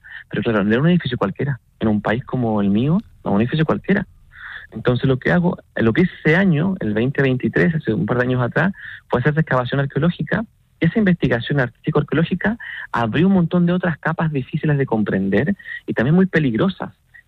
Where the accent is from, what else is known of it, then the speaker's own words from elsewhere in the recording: Chile; moved away; Yo nací en dictadura militar.